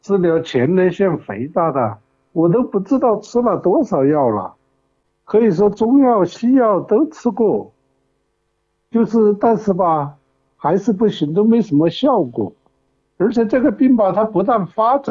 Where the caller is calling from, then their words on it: Chongqing, China; 我是重庆的老病号了，今年73了